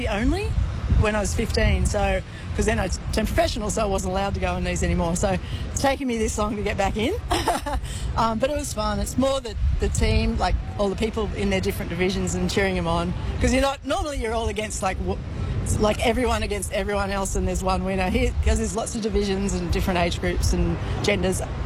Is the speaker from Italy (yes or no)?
no; Clontarf, New South Wales, Australia; now in South Coast, Australia; I grew up on the northern beaches, so at Clontarf we lived, and it was my closest beach was Manly.